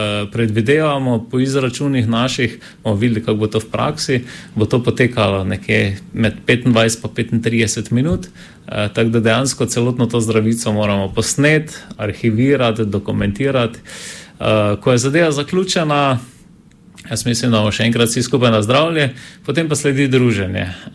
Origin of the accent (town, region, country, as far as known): Styria, Slovenia